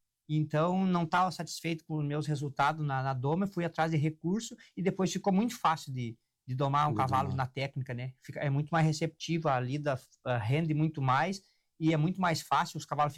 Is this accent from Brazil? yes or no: yes; Barros Cassal, Rio Grande do Sul, Brazil; now in Soledade, Brazil; ele era de Barros Cassal, eu sou de Barros Cassal, e ele de Soledade